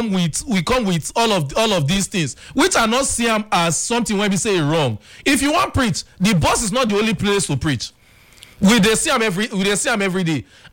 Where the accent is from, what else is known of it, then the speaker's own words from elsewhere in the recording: Ghana; I come from Ghana.